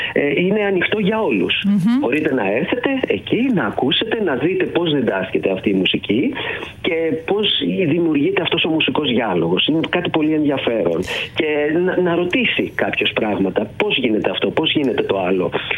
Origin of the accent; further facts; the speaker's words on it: Ionian Islands, Greece; also born or lived in Patras; Εγώ είμαι από την Κεφαλονιά.